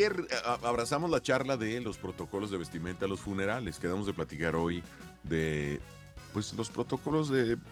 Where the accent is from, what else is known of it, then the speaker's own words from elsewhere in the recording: Mexico; Siguen disfrutando de nuestro país y nos encanta tenerlos aquí.